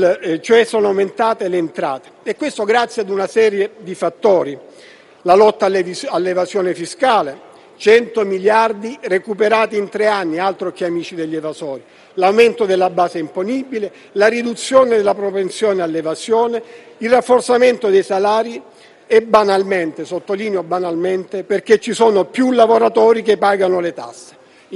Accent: Apulia, Italy; sono pugliese e come tutti i pugliesi

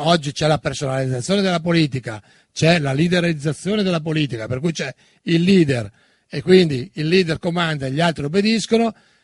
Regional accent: Lombardy, Italy; accent: strongly Lombard; il mio accento fortemente lombardo

